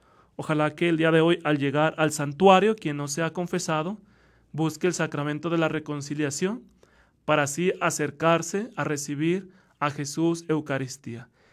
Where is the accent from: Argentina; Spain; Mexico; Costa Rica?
Mexico; Zacatecas; now in Fresnillo, Mexico; la comunidad de donde soy originario, ¿verdad? Mandamos saludos a la comunidad del Mezquite